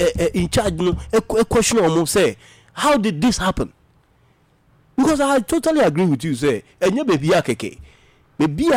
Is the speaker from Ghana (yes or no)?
yes; Ghana; I'm a citizen of Ghana.